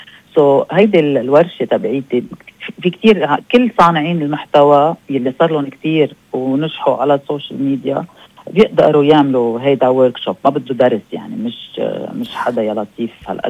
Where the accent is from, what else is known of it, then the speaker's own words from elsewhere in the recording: Lebanon; also born or lived in Canada; now in United States; أنا أول شيء خلقت هوني كيندا بكندا. ليش بدي أقلبها كيندا كندية لبنانية منا أمريكية؟